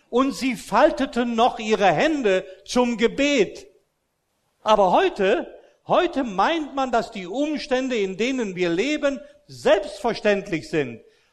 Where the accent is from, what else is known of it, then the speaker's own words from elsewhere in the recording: Austria; Ich bin ja in Österreich groß geworden, als römisch-katholis